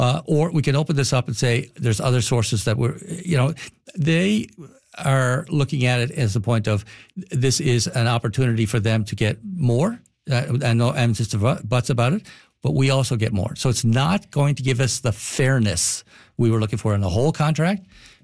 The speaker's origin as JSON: {"language": "English", "town": "Carbonear", "region": "Newfoundland and Labrador", "country": "Canada", "tie": "born or raised there", "said": "So look, I grew up in Carbonear, and from being a teenager on, I don't remember any time I was not angry about the original Churchill Falls deal."}